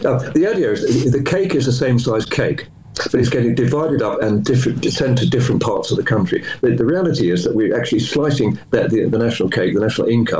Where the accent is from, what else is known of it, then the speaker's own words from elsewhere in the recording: London, United Kingdom; I mean, I'm a Londoner, born and bred. I've been here all my life.